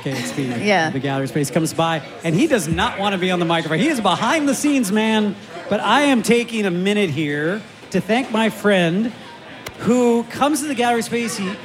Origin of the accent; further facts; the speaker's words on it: Spokane, Washington, United States; moved away; Yeah, I grew up in Spokane